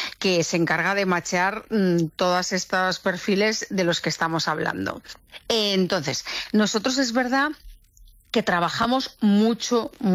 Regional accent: León, Castile and León, Spain; Pues yo soy de León.

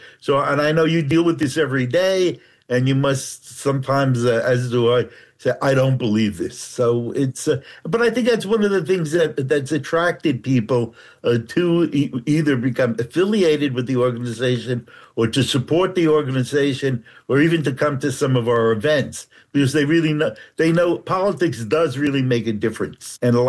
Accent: New Jersey, United States; Okay. Well, I'm from North Jersey, so that's why we're friends.

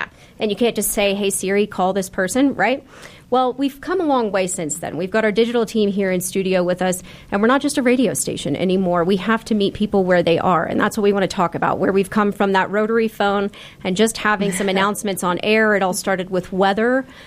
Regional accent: Oklahoma, United States; I'm from Oklahoma. I've lived severe weather my entire life

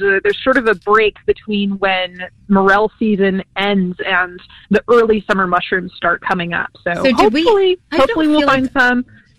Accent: Milford, Pennsylvania, United States; I grew up in Milford.

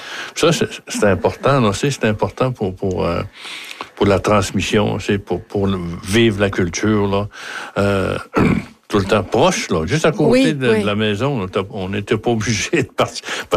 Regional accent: Sept-Îles, Quebec, Canada; born there; Je suis né, à Sept-Îles, pas loin de Sept-Îles.

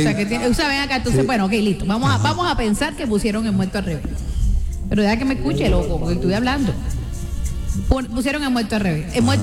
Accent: Cartagena, Bolívar, Colombia; Yo soy de Cartagena. De pueblo es mi mamá, no, pero yo soy de Cartagena.

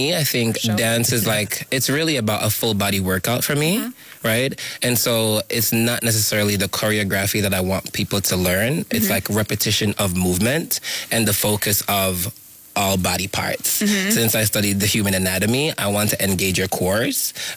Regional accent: Jamaica; But growing up in Jamaica, it was super hard because Jamaica's a homophobic society.

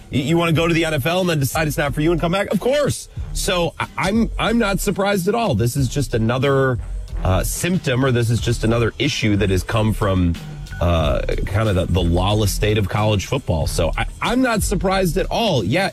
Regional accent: Dunn County, Wisconsin, United States; I'm from Dunn County.

